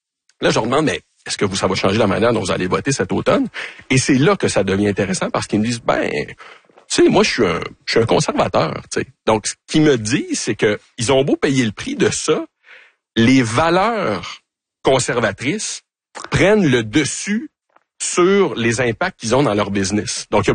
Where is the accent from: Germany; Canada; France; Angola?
Canada; quand on dit qu'on est Canadien, honnêtement, sur le terrain, il y a beaucoup de gardes qui tombent